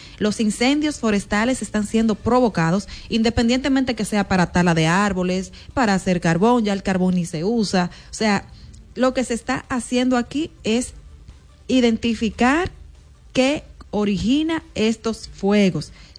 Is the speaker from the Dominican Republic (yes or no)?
yes; Dominican Republic; Entonces, eso no es un secreto para nosotros como dominicanos.